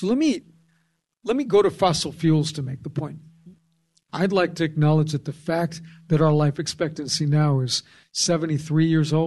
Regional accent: California, United States; So in my home state of California in the early 1970s, it was not a happy thing to be driving around L.A.

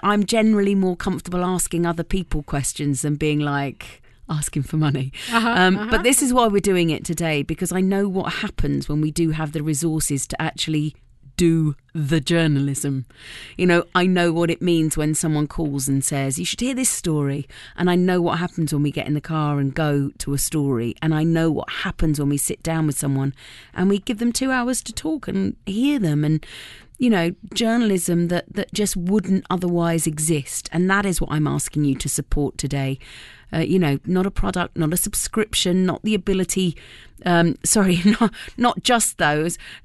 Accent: United Kingdom; now in United States; I'm British

